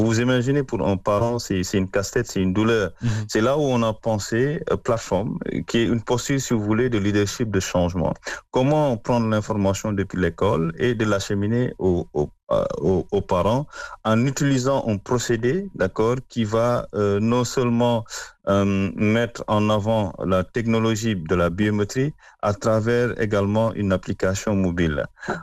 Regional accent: Senegal; j'en profite pour vous décrire un peu le taux de dépétition scolaire chez nous au Sénégal

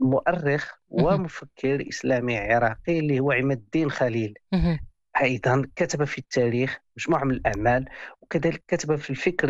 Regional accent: Morocco; بأننا نحن المغاربة

